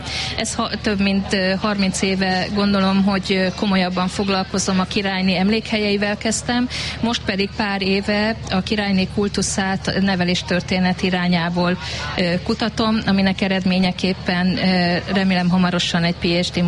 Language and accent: Hungarian; Nyírád, Veszprém County, Hungary; born there